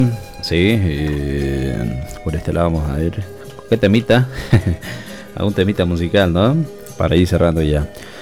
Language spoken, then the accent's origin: Spanish; Bolivia